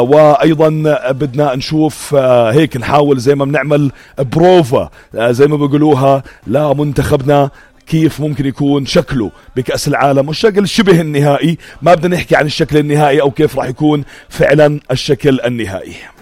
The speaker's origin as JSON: {"language": "Arabic", "country": "Jordan"}